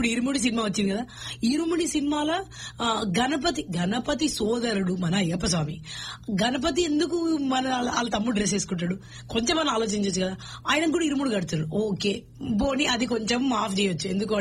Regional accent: Hyderabad, Telangana, India; moved away

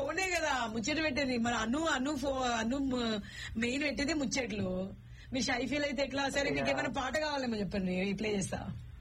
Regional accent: Hyderabad, Telangana, India; moved away; నేనంతా హైదరాబాద్ లోకల్, సికింద్రాబాద్ అంతా. సో నేను పుట్టింది అక్కడే.

